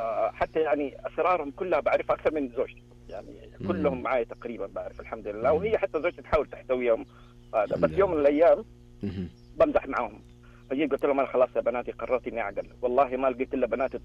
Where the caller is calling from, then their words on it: Dammam, Eastern Province, Saudi Arabia; اليوم احنا متحمسين من الدمام.